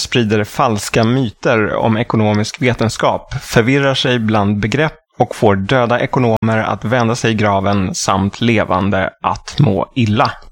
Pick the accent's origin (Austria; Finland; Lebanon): Austria; Men som österrikare så är man ju starkt förankrad i logik och logiska resonemang.